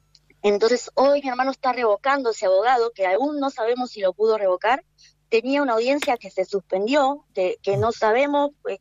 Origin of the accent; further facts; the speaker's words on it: Argentina; Yo soy argentina, tengo familia, toda mi familia es argentina